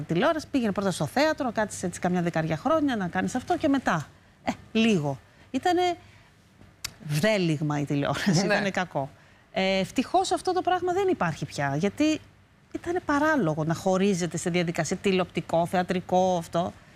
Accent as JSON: {"language": "Greek", "town": "Athens", "region": "Attica", "country": "Greece", "tie": "born or raised there", "also_born_or_lived": "Crete", "said": "Μεγάλωσα εδώ, στην Αθήνα. Δηλαδή τα πρώτα χρόνια στην Κρήτη και μετά στην Αθήνα."}